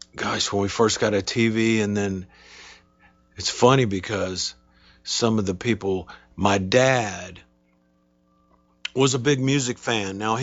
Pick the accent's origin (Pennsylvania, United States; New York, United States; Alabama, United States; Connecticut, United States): Alabama, United States; Mobile; I grew up in Mobile, Alabama, and, you know, way back then in the 50s and 60s and whatever. And Mobile was a lot smaller